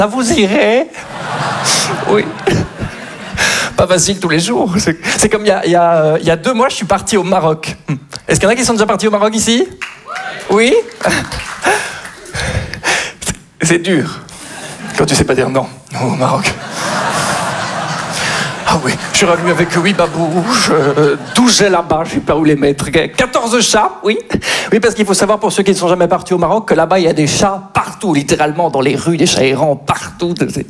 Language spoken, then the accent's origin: French; Belgium; je suis belge.